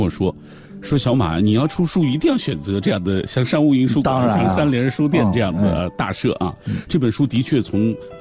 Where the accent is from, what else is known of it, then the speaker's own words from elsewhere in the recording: Xinjiang, China; moved away; 这是我的老家的吃食啊